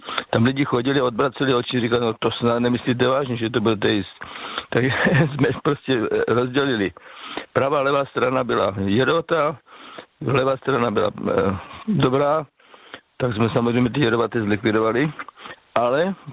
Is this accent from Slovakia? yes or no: no; South Moravian Region, Czechia; U nás na Jižní Moravě jako těch možností tam začíná.